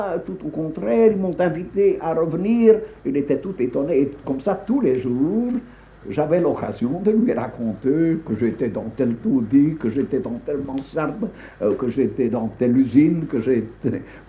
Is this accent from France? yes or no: no; Flanders, Belgium; moved away; also born or lived in Wallonia; je connais très bien le flamand, je suis flamand